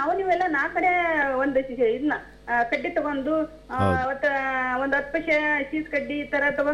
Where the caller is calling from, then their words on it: Kukanur, Karnataka, India; Kunur Koppa district sir.